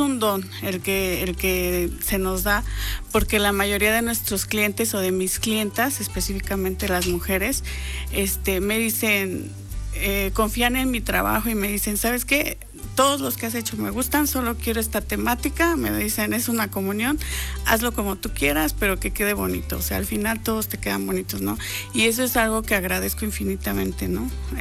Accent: Mexico; porque pues ahora en México nosotros pues ya culturalmente pues tenemos que tener pues básicamente otro idioma, ¿no? Como el inglés para nuestros hijos

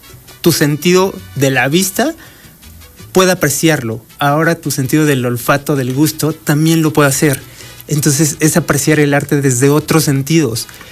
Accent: Puebla, Mexico; si nosotros viajamos a otro estado como poblanos, pues tenemos un paladar un poquito más exigente, creo yo, porque pues a final del día, y lo he visto a lo largo de mi carrera, siempre comparamos la cocina de casa, la cocina de donde venimos

